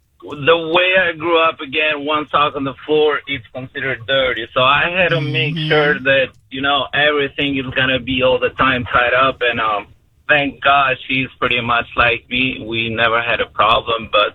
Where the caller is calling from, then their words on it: Albania; one thing about Albanians is that we're very big into having a tight space